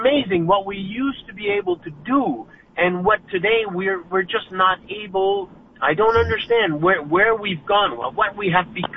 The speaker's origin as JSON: {"language": "English", "region": "Quebec", "country": "Canada", "also_born_or_lived": "Southeast Asia", "moved": "yes", "said": "because I was away from Quebec for 28 years, I lived in Southeast Asia."}